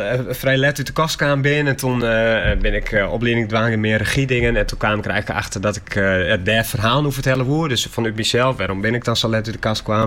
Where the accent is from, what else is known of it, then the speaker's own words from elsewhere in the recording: Friesland, Netherlands; Ik kom uit Mokwaar, hoeken, cultuurarme regio's, zoals ze deze kennen, hè, qua theater